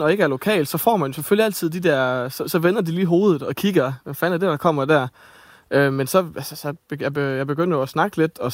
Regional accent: Ebeltoft, Central Denmark Region, Denmark; jeg er jo fra Østjylland, ude fra Ebeltoftdag.

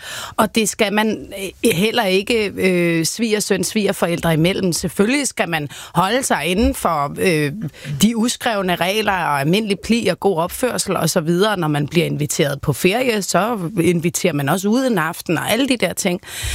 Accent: Jutland, Denmark; jeg er vokset op med den i Jylland.

